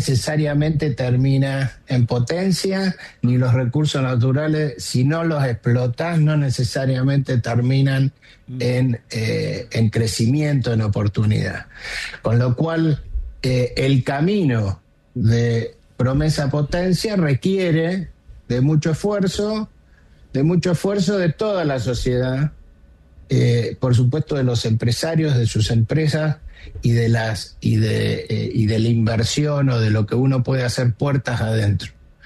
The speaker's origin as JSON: {"language": "Spanish", "country": "Argentina", "tie": "born or raised there", "said": "Nosotros somos empresarios que vivimos, nacimos, fuimos criados y vivimos en la Argentina"}